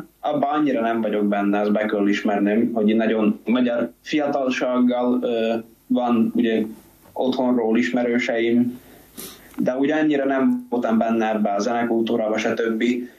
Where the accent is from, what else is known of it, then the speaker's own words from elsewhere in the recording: Hungary; moved away as an adult; now in Plzeň, Czech Republic; mindenki tudja, hogy magyar vagyok.